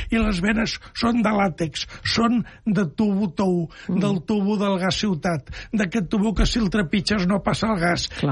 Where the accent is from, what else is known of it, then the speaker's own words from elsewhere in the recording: Catalonia, Spain; soc de la Cerdanya jo, els pagesos del meu poble fa molts anys que em deien